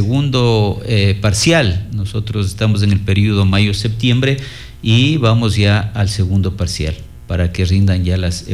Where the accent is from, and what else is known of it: Ecuador